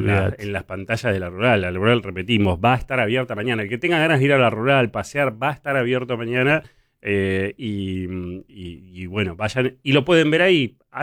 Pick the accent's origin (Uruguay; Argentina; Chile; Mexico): Argentina